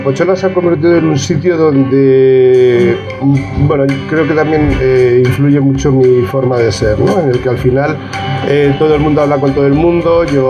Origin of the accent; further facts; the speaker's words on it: São Paulo, Brazil; Spanish is a second language; now in Madrid, Spain; Vengo de São Paulo, de Brasil, una gran ciudad, ya estoy acostumbrado con eso.